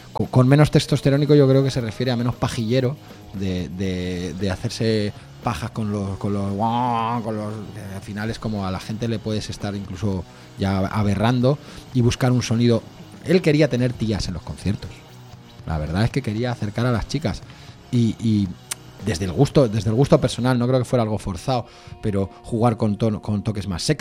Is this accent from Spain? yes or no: yes; Spain; Somos españoles